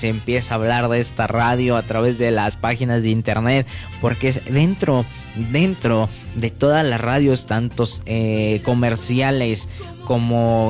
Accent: Mexico; porque somos mexicanos

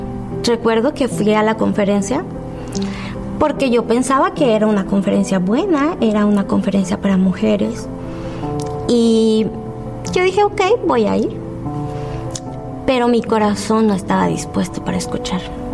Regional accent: Querétaro, Mexico; Vengo de Querétaro, México.

